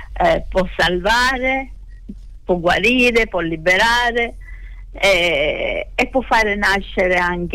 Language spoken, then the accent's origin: Italian; Sicily, Italy; moved away; io e mio marito siamo siciliani